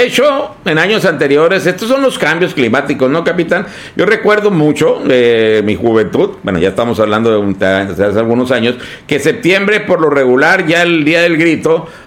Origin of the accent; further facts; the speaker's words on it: Mexicali, Baja California, Mexico; sabemos que somos de Mexicali